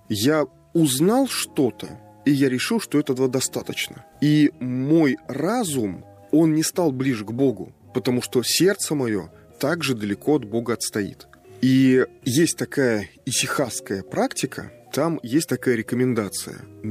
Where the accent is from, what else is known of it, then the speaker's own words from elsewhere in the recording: Nizhny Novgorod, Nizhny Novgorod Oblast, Russia; я же нижегородец, я же тоже, я член церкви Нижегородской земли.